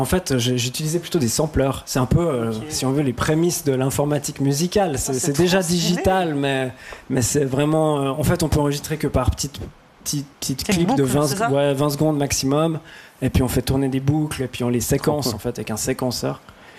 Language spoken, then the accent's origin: French; Fribourg, Switzerland; comme je viens de Fribourg